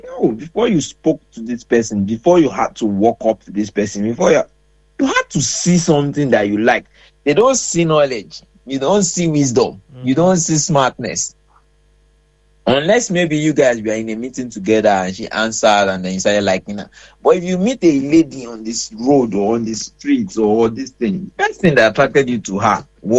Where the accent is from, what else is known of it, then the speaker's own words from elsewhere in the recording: Lagos, Nigeria; Growing up in Lagos, sometimes it's not good. It's not easy.